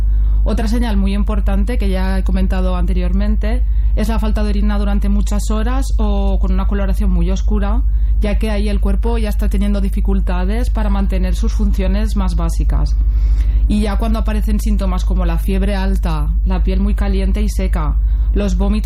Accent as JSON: {"language": "Spanish", "country": "Spain", "said": "Soy de aquí, de Vilabella, de cerquita al ladito."}